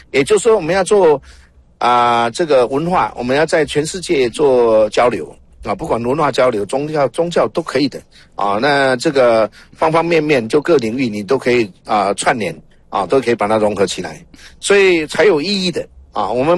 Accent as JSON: {"language": "Chinese", "country": "Taiwan", "said": "因为我是台湾人"}